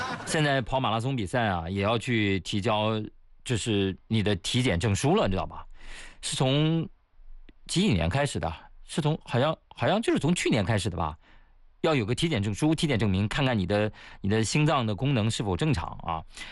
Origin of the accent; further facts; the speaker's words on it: Shanxi, China; born there; moved away; 我们老家都是啊，汾酒嘛，啊，清香型的嘛。